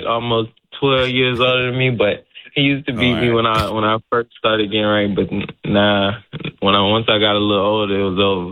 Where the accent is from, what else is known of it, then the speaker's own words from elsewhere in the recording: North Carolina, United States; It was different for sure. It was just a lot of going on for real.